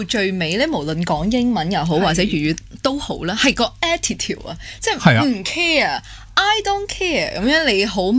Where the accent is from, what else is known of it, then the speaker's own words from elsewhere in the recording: Guangzhou, Guangdong, China; now in Hong Kong; 因为我哋本身都系广州出嚟，即系嚟到香港啊嘛。